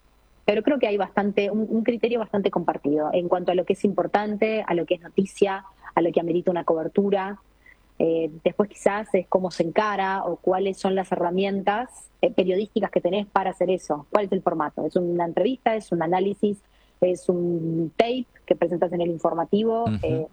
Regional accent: Montevideo, Uruguay; Yo soy de Montevideo

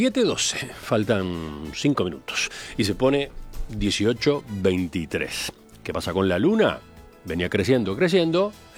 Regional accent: Uruguay

